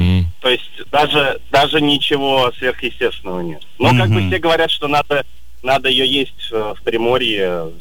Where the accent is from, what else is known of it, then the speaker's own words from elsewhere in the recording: Moscow, Russia; я из Москвы.